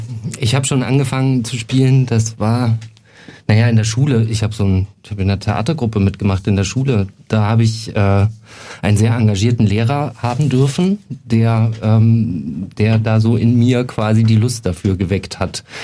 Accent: Nuremberg, Bavaria, Germany; now in Munich, Germany; Und ich als Nürnberger wollte mir mal ein eigenes Bild von der Stadt machen, weil es gibt ja so Vorurteile, ja, in Franken, so München gegenüber.

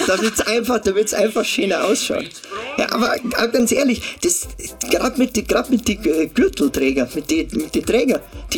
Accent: Munich, Bavaria, Germany; Ich bin ja echt Minga Kinder.

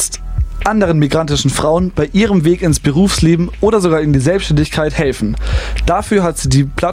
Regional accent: Germany; first language German; Jetzt bin ich aber hier geboren, ich bin hier aufgewachsen, meine Muttersprache ist Deutsch.

